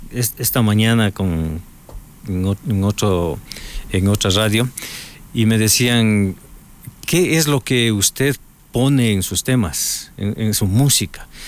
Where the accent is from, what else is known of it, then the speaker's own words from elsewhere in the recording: Píllaro, Tungurahua, Ecuador; moved away as an adult; now in Boston, United States; Yo viví en el campo cuando era joven, cuando yo soy de Píllaro. Y yo viví en el campo, yo trabajé en el campo